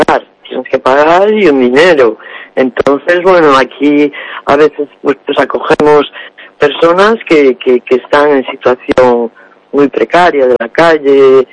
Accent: Vigo, Galicia, Spain; moved away as an adult; now in Ourense, Spain; Yo, por ejemplo, soy de Vigo. Yo cuando me vine a vivir para Orense, a mí me costó un mundo adaptarme al clima.

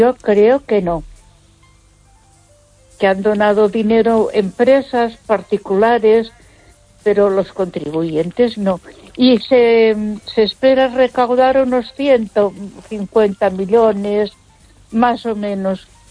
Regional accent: Barcelona, Catalonia, Spain; A Barcelona, porque yo creo que ya te lo dije. Yo me crié en la Avenida Gaudí, que está muy cerquita de la Sagrada Familia.

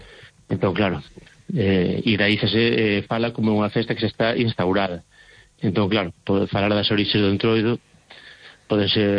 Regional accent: Vilar de Barrio, Galicia, Spain; eu son de Vilar de Barrio, que sempre pensei que sabía moito, coñecía moito dos entroidos.

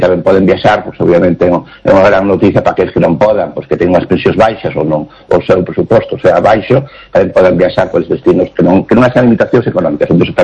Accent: Galicia, Spain; sino tamén a donde vamos nós tamén como galegos.

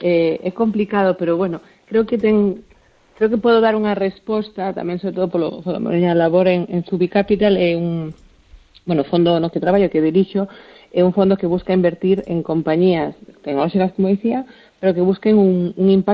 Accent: Galicia, Spain

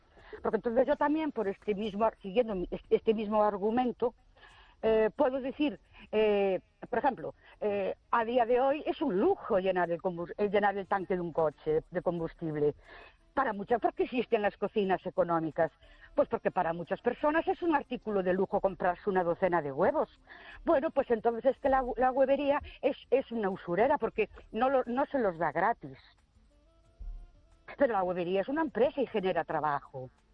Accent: Ourense, Galicia, Spain; Buenas noches … de Ourense.

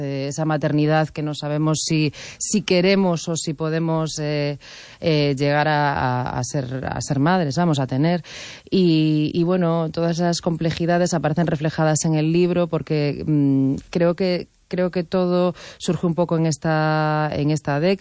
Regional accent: Galicia, Spain; now in Madrid, Spain; siempre digo que soy súper gallega, porque la verdad es que no sé si es por una especie de adicción a mi tierra, pero el acento nunca se termina de marchar, porque cuando se está marchando ya vuelvo. Entonces, estoy constantemente por aquí, la verdad.

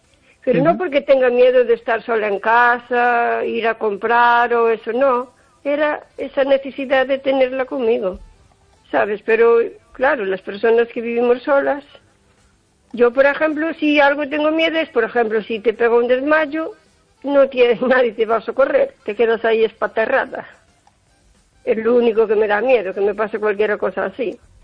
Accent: O Carballiño, Galicia, Spain

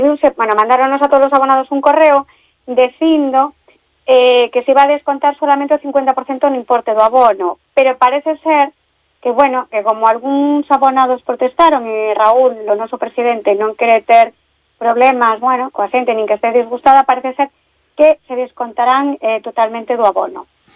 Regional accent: Galicia, Spain; Son moi galega, non?

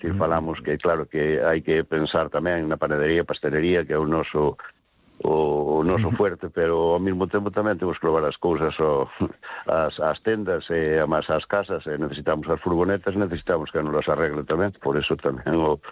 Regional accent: Carral, Galicia, Spain; que somos de Carral

